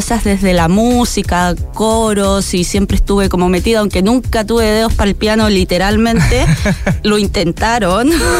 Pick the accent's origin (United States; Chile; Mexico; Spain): Chile; Antofagasta; now in Canada; aquí de vuelta en Antofa, en la hermosa Perla, visitando a mi familia, reconectando con mis amigos, disfrutando la playita, aunque todavía no es verano, el solcito se siente bien, así que muy contenta de estar de vuelta en mi ciudad natal.